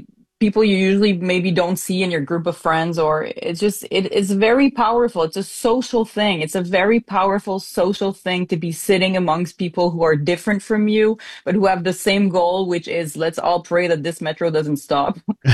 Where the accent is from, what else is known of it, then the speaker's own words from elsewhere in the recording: Montreal, Quebec, Canada; I was born in Montreal. I was also a teenager in Montreal.